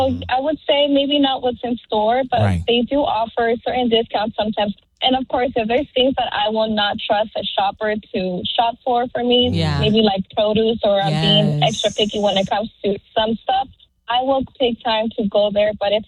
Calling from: North Hollywood, California, United States; I'm calling from North Hollywood.

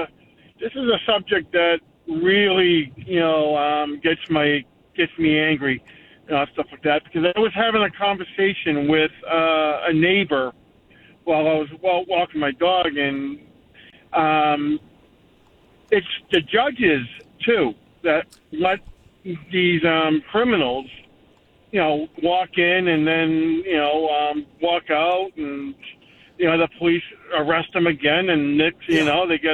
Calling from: Fall River, Massachusetts, United States; Where I live in Fall River

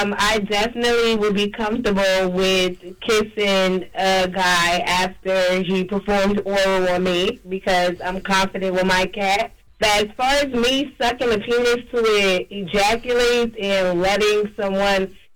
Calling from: Plainfield, New Jersey, United States; I'm from Jersey. I'm from Plainfield. Big Plainfield.

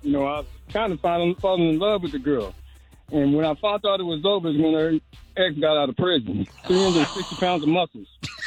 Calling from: Los Angeles, California, United States; I'm calling from Los Angeles.

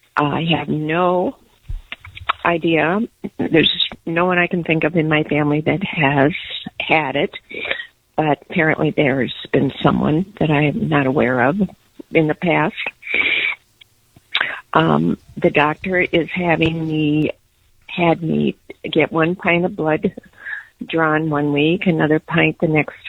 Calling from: Moline, Illinois, United States; I am from Moline, Illinois.

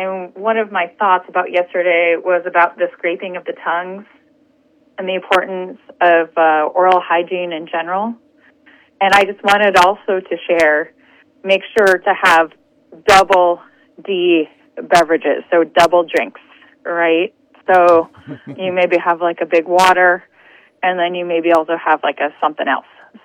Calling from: New York, United States; We are New Yorker-based

